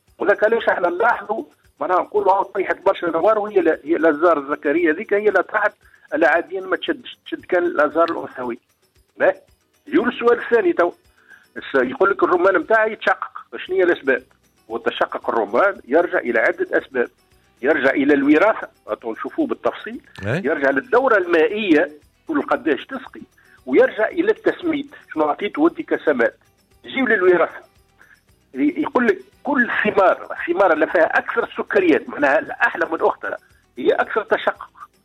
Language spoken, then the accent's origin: Arabic; Tunisia; عندنا في تونس